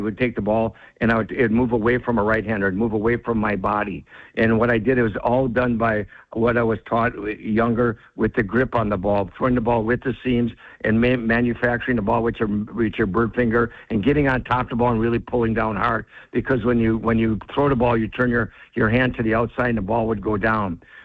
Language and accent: English; Wisconsin, United States; born and raised here